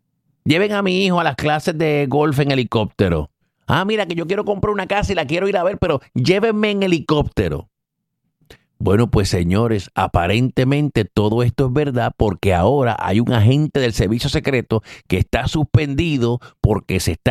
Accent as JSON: {"language": "Spanish", "town": "Caguas", "country": "Puerto Rico", "said": "como dicen, en mi pueblo dicen, ¡qué mamey! Allá en Caguas dicen, ¡qué mamey!"}